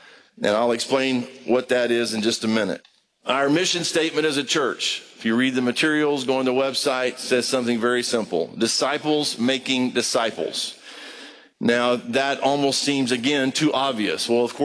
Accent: Brazil; moved away; I grew up in Brazil

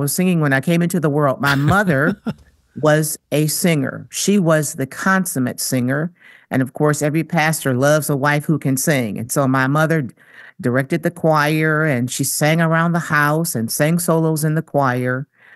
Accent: Jackson, Michigan, United States; moved away as an adult; And my hometown is Jackson, Michigan.

